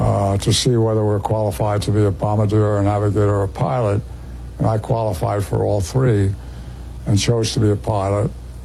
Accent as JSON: {"language": "English", "town": "Newark", "region": "New Jersey", "country": "United States", "tie": "born or raised there", "said": "I was born in Newark, New Jersey in 1924, February 15th. we moved every October 1st because you got 3 months concession of rent and nobody had any money."}